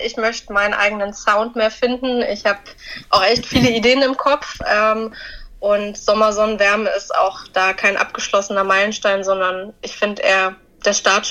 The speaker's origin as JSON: {"language": "German", "region": "Brandenburg", "country": "Germany", "tie": "born or raised there", "moved": "as an adult", "lives_now": "Hamburg, Germany", "said": "ich bin 25 Jahre alt. Ich lebe in Hamburg, aber bin gebürtige Südbrandenburgerin, also genau genommen aus der Niederlausitz."}